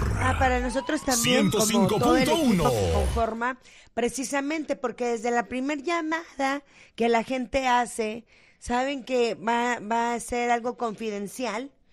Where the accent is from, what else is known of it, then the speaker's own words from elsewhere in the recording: Mexico; now in United States; De Ciudad Juárez. Fíjese, o sea, todos los que yo también soy mexicana, okay.